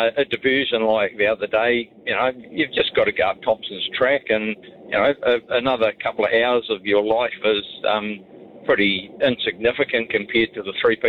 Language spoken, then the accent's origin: English; Ashburton, Canterbury, New Zealand; also born or lived in Rakaia; I was born in Rakaia, raised in Ashburton.